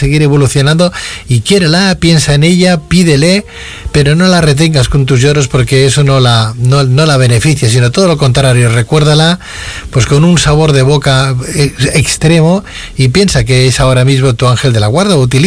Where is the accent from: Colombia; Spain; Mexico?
Spain; Ya no solamente somos los españoles los que la llamamos